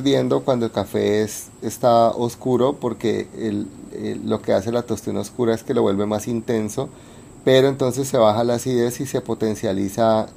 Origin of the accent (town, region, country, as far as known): Colombia